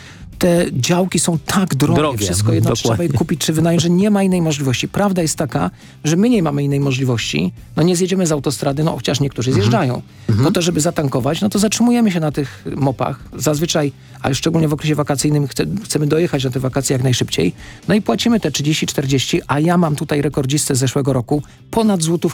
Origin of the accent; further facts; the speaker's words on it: Kraków, Lesser Poland, Poland; ja z Krakowa jestem, to wiele tłumaczy.